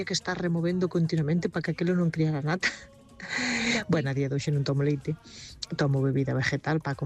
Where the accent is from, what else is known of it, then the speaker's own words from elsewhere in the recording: Begonte, Galicia, Spain; de Begonte. Bueno, eu viví na aldea, tiñemos vacas